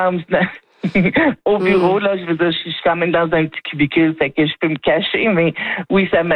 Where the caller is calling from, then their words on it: Edmonton, Alberta, Canada; je suis en Alberta.